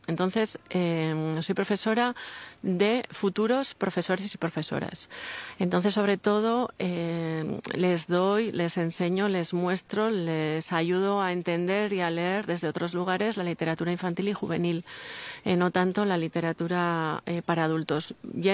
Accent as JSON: {"language": "Spanish", "region": "Basque Country", "country": "Spain", "tie": "born or raised there", "first_language": "Basque", "said": "Yo soy bilingüe prácticamente desde que nací, a pesar de que, como tú ya has dicho, ni mi padre ni mi madre hablaban euskera, algo bastante habitual en el País Vasco"}